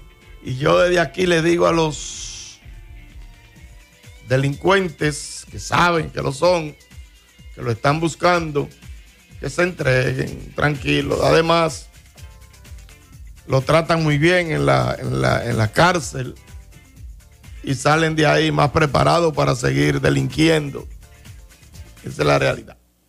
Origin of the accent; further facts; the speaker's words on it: Moca, Espaillat, Dominican Republic; pues déjame darle fuerza al asunto que soy de Moca.